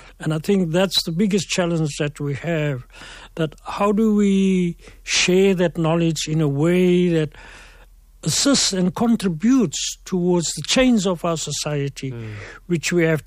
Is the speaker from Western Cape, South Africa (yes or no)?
yes; Cape Town, Western Cape, South Africa; I grew up in the Steenberg Retreat area.